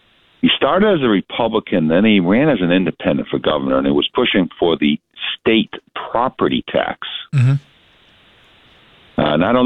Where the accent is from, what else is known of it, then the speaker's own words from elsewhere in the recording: Connecticut, United States; I never traveled up here. I grew up in Connecticut.